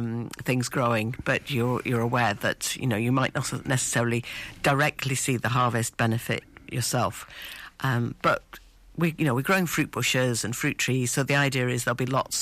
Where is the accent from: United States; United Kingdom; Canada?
United Kingdom; Wales; I'm from Powys. We have community gardens in Powys